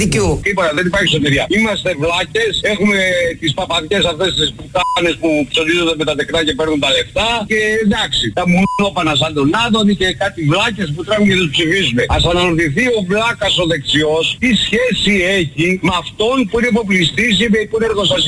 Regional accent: Northern Greece, Greece; Λοιπόν, είμαι Βορειοελλαδίτης και θα ήθελα να πω κάτι για τους βλάκες πατριώτες μου, τους Βορειοελλαδίτες

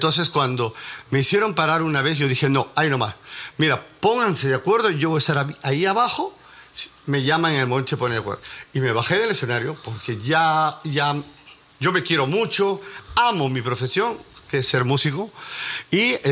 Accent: Peru; Menos en mi tierra que me quieren tanto.

